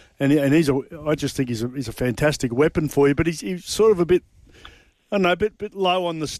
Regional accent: Queensland, Australia; But being a Queenslander, the one thing that concerns me a little bit

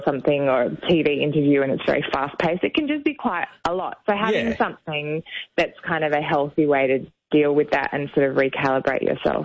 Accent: Sydney, New South Wales, Australia; also born or lived in Paris, France / Switzerland; I grew up on the North Shore in Sydney

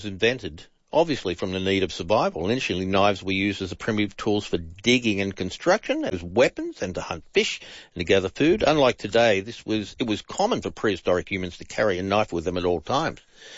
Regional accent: Australia; Of course they do, because we're Australian.

